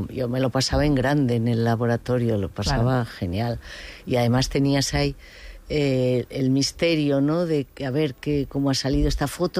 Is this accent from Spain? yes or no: yes; San Sebastián, Basque Country, Spain; aquí, en mi pueblo. Me han tratado siempre bien aquí en San Sebastián.